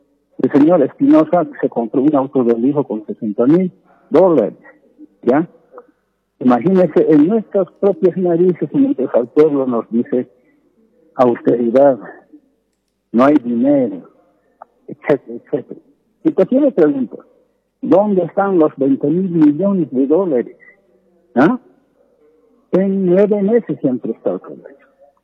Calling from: La Paz, Bolivia

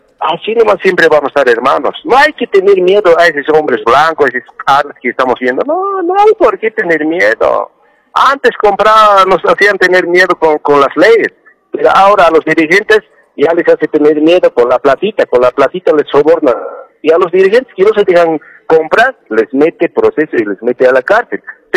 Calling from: El Alto, La Paz, Bolivia; Le llamo aquí desde Ciudad de La Paz, del Alto.

